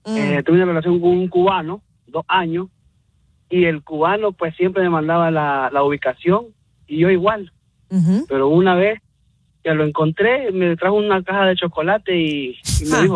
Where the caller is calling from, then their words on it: Nicaragua; Yo soy de Nicaragua.